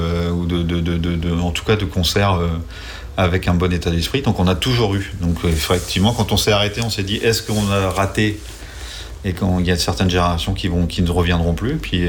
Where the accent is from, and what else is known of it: Brittany, France